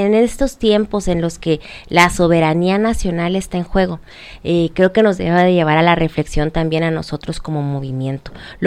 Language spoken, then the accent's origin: Spanish; Mexico; Son tiempos en los que tenemos que sacar la casta como mexicanas y como mexicanos